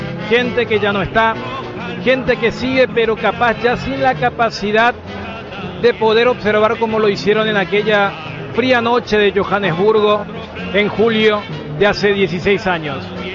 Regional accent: Paraguay; para los que venimos del corazón de Sudamérica

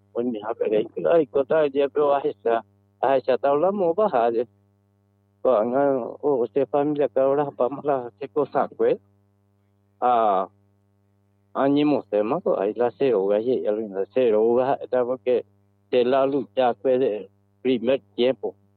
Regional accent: Paraguay; pero que estamos ahí a luchar como paraguayo

